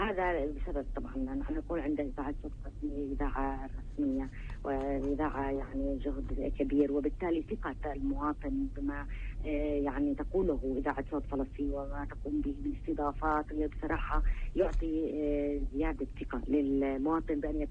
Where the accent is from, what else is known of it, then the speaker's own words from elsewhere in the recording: Palestine; نحن كشعب فلسطيني